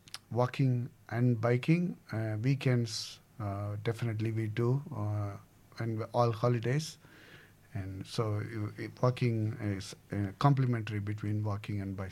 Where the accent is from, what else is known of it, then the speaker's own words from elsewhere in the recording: India; moved away; I grew up in India